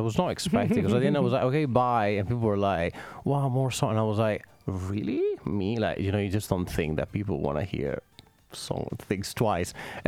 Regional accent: Italy; now in London, United Kingdom; growing up in Italy.

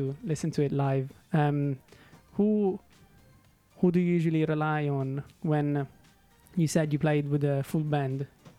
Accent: Southern Italy, Italy; now in London, United Kingdom; maybe I'm from the South, where the divide, in my opinion, is still bigger than it is potentially between the north of Italy and here.

